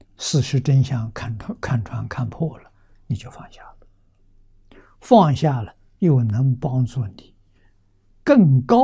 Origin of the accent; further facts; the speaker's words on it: China; 弥勒菩萨在中国现在我们中国人造弥勒菩萨的像，全造他的像。